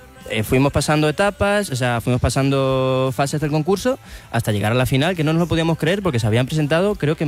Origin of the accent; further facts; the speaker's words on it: Castilla-La Mancha, Spain; Es un sitio que nos toca muy de cerca porque Luis y yo somos de Ciudad Real, Daimiel es un pueblo de Ciudad Real, así que nos hacía mucha ilusión tocar en nuestra tierra